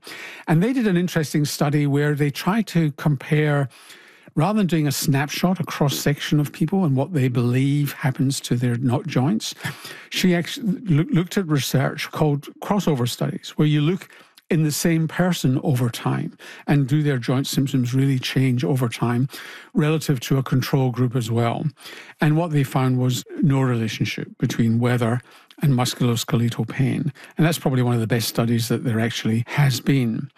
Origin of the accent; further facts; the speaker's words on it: Glasgow, Scotland, United Kingdom; now in Australia; But it may well be that nice weather, such as you tend to get in Australia rather than Glasgow, my hometown, suggests that it's easier to get out and exercise and be fitter and healthier.